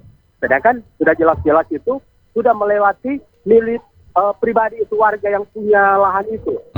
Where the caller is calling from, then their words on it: North Sulawesi, Indonesia; dari Winorangian.